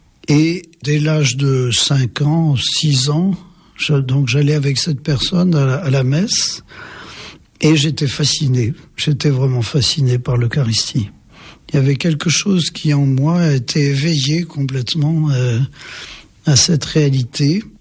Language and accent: French; Limoges, Nouvelle-Aquitaine, France; Oui, je suis originaire du Limousin, de Limoges même, oui.